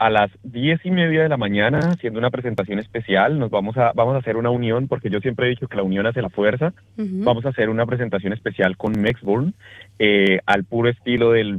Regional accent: Colombia; now in Australia; yo, ante todo, soy colombiano, vengo de esta hermosa tierra que se ha visto muy golpeada

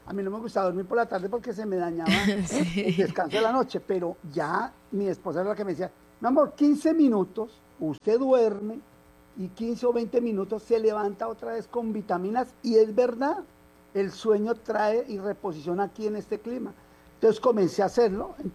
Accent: Bogotá, Colombia; moved away; yo soy rolo, a mí me gusta estar activo. O sea, uno de Bogotá

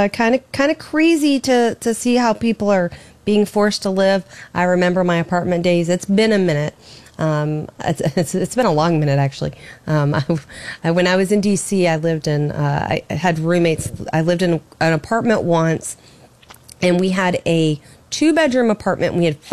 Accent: Brevard County, Florida, United States; moved away; I, of course, am from Brevard County, Florida. I am from the Space Center in Florida.

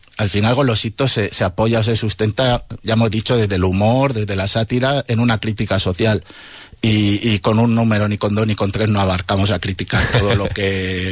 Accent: Miranda de Ebro, Castile and León, Spain; now in Logroño, Spain; yo soy de Miranda, ¿vale?

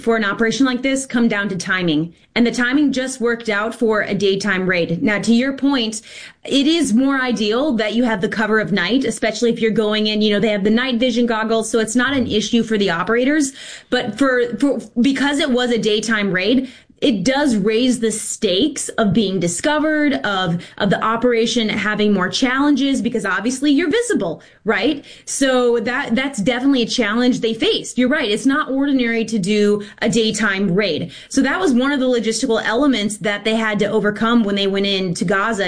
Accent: United States; So I'm an American media producer, you know, who could say anything.

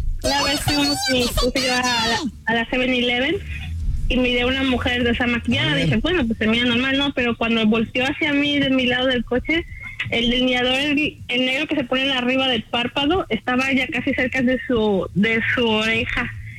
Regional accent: Mexico City, Mexico

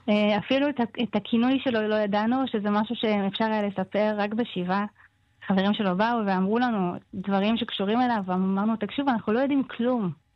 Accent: Northern Israel, Israel; אני גם הייתי בצפון, כי אני צפונית

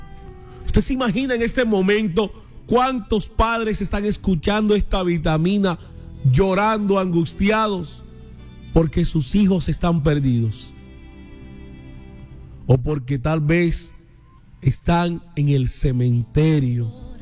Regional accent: Arjona, Bolívar, Colombia; En el sector donde yo crecí, en Arjona, en la calle Lomba

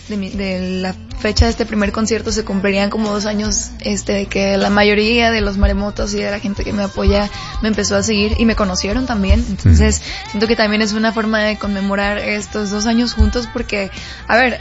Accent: Guadalajara, Jalisco, Mexico; Arrancaré en Guadalajara, mi ciudad natal, y eso me emociona muchísimo porque además de que tengo tiempo de no ir a Guadalajara

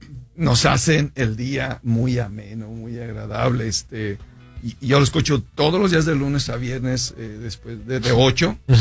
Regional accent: Los Reyes, Michoacán, Mexico; Yo soy originario de Los Reyes, Michoacán.

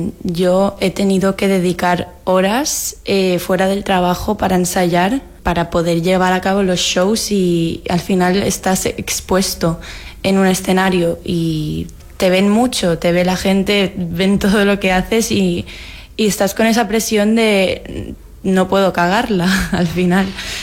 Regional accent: Ibiza, Balearic Islands, Spain; en mi casa, en Ibiza. Y como artista ibicenca

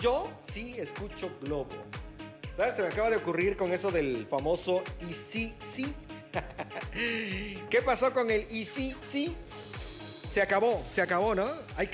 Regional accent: Mexico; ahorita somos mexicano-noruegos

